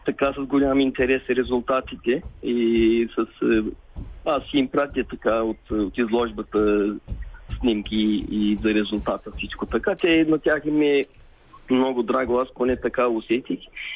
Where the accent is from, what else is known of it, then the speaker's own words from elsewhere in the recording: Aytos, Burgas Province, Bulgaria; also born or lived in Boyno, near Ardino, Kardzhali Province; Аз съм роден в село Бойно, близо до Ардино, но съм израснал в Айтос.